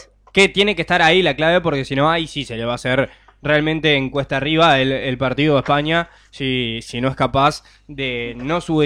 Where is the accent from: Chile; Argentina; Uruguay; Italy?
Uruguay; al uruguayo, por lo menos a mí, me hace sentir más identificado con ese fútbol.